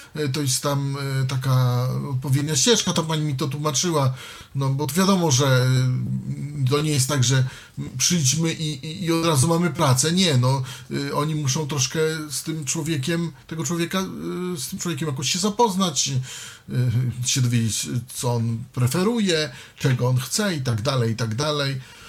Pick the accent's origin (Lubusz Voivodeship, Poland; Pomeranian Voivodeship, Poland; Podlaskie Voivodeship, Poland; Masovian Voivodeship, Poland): Podlaskie Voivodeship, Poland; ja jestem z podlaskiego.